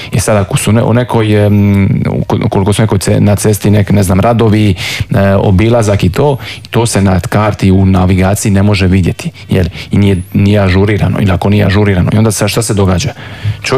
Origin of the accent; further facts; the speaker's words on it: Croatia; kod nas u Europskoj uniji ili pogotovo u Hrvatskoj